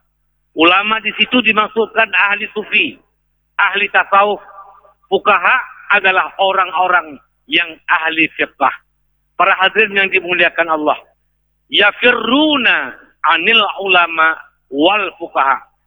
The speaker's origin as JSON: {"language": "Indonesian", "region": "Aceh", "country": "Indonesia"}